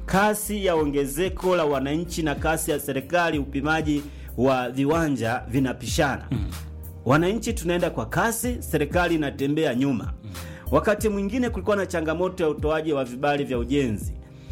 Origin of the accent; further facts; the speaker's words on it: Kitwiru, Iringa, Tanzania; ukianzia kule kwetu Kitwiru, ukija Ruaha, ukienda huko Kihesa, kuna Mafifi